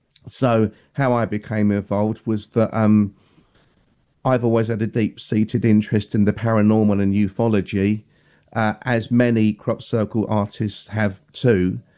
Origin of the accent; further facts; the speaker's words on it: England, United Kingdom; as an Englishman